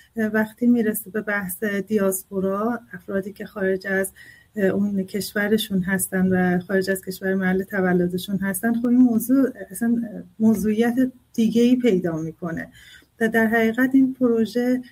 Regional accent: Iran; من نه فقط به عنوان یک ایرانی

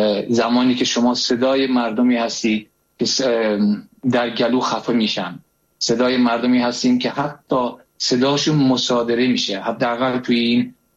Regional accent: Iran; moved away as an adult; چون من خودم در سن 24 سالگی از ایران اومدم بیرون 22 سال پیش

